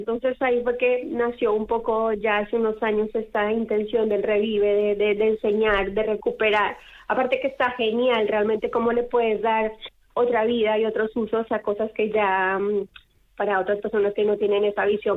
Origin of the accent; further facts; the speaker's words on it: Colombia; also born or lived in Argentina; now in Galicia, Spain; Yo soy de Colombia, pero viví muchos años en Argentina